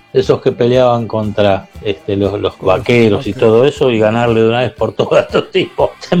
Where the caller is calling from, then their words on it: San Martín, Argentina; de San Martín